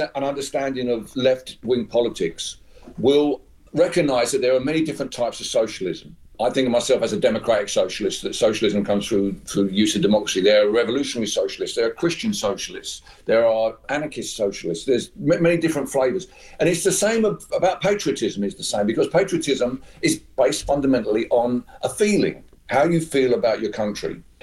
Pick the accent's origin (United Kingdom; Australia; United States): United Kingdom